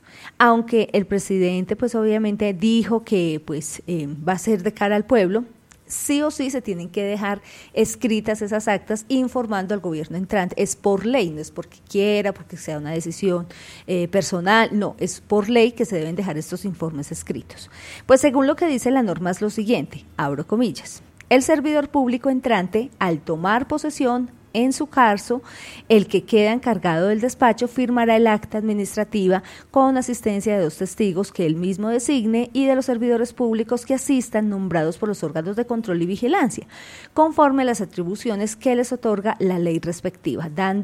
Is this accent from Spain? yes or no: no; Colombia; somos todos los colombianos